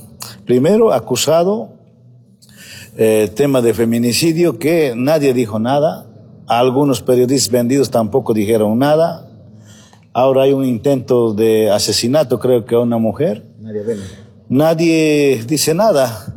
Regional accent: Bolivia; como bolivianos debemos analizar

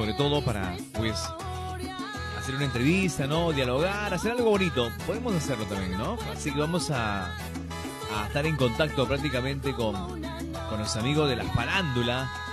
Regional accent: Peru; Especialmente acá en nuestro querido hermoso país, el Perú

